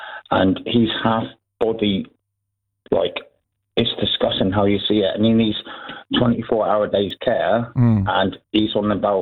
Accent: South West England, United Kingdom; So I'm from Cornwall.

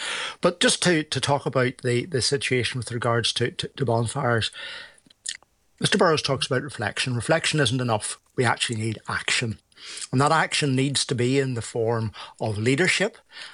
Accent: Carrickfergus, Northern Ireland, United Kingdom; I'm actually from Carrickfergus. I'm a former mayor of Carrickfergus

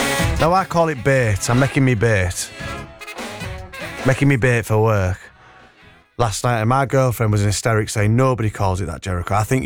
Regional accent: Harrogate, Yorkshire and the Humber, United Kingdom; It's like from Harrogate. I'm from Harrogate.

